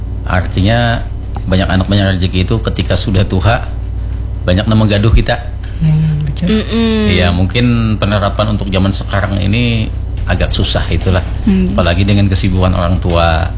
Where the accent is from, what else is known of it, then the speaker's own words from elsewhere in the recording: South Kalimantan, Indonesia; Makanya kita di Kalimantan ini, khususnya di Banjar ini, sangat jarang menemukan tulisan-tulisan kuno.